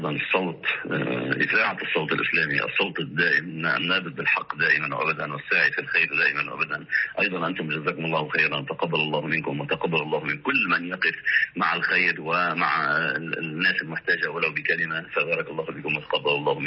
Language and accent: Arabic; Lebanon; عندنا في لبنان